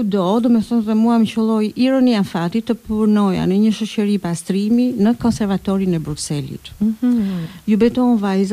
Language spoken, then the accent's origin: Albanian; Durrës, Durrës County, Albania; ndje më shumë Gjirokastrite se sa Durrësake, që ditërisht, sepse jam lindur e rritur në Durrës, po ndjem Gjirokastrite në genet e mija, kam në genet.